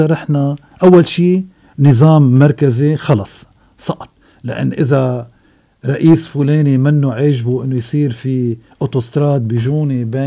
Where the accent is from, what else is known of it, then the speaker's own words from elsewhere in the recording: Lebanon; أنا أنتمي إلى لبنان وأنتمي إلى طائفة وأنتمي إلى وهذا مش غلط إذا كنت مسيحي ماروني ولبناني بذات الوقت